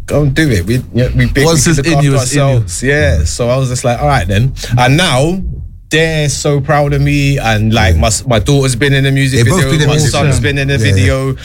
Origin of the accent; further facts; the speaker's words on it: London, United Kingdom; now in Glastonbury, United Kingdom; I'm from Ladbroke Grove in London.